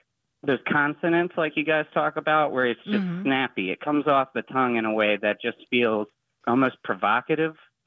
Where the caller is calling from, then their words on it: Staunton, Virginia, United States; I'm calling from Stanton, Virginia.